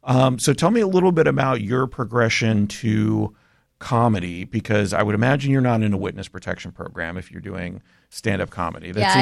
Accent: United States; also born or lived in Canada; Being an almost first generation American myself, because I was born in Canada, but we moved down when I was a month old. So I have lived here my entire life. So nearly first generation, still a Canadian citizen, but same thing. Older school kind of family, came from Greece.

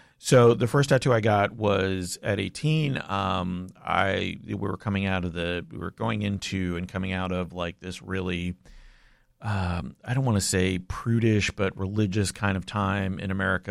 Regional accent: Canada; moved away; I'm Canadian

